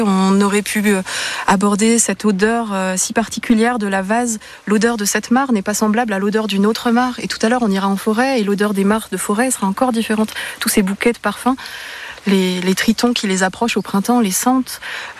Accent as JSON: {"language": "French", "region": "Grand Est", "country": "France", "tie": "born or raised there", "said": "j'ai grandi en Lorraine, dans une région qui est très riche en carrières, en forêts, en milieu assez magique et insoupçonné."}